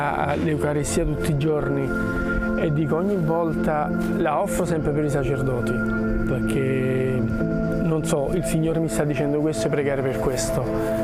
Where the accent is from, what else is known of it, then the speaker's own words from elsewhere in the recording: Naples, Campania, Italy; vengo da Napoli, sono qui con la mia famiglia.